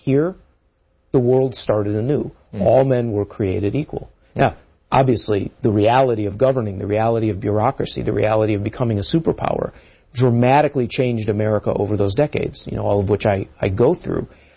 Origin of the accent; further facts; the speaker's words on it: Midwest, United States; I'm from the Midwest.